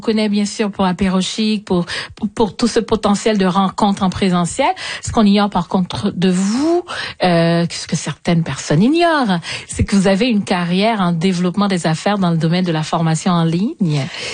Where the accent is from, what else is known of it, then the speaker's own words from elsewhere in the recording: Haiti; qui a beaucoup roulé aussi à travers les radios dans mon pays d'origine, en Haïti. On grandit aussi avec.